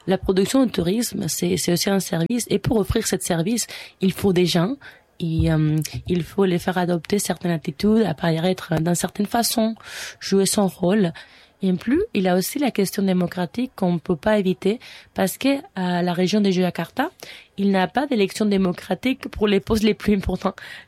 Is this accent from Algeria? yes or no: no; Spain; French is a second language; now in Canada; Moi, je viens de l'Espagne, c'est quand même une monarchie parlementaire. On a aussi des rois, et au Canada aussi, on a des rois